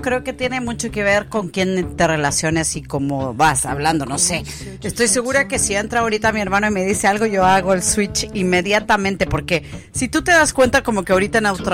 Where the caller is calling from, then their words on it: Chile; buenas tardes, y aquí saludándolos desde tierras chilenas. Y de, como de costumbre, espero que perdonen mi acento porque creo que estoy peor que otros días.